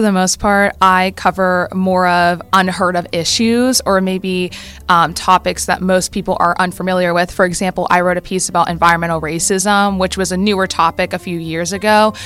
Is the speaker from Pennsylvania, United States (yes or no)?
yes; Bridgeville, Pennsylvania, United States; I'm from the Bridgeville community.